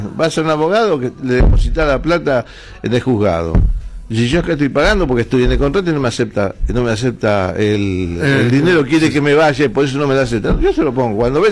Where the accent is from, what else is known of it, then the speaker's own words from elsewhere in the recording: Buenos Aires, Argentina; Me crié en la ciudad oculta.